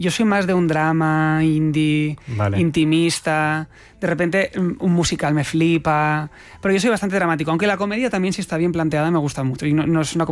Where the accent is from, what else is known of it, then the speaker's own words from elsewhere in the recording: Catalonia, Spain; yo, que interpreto a Dalí, soy catalán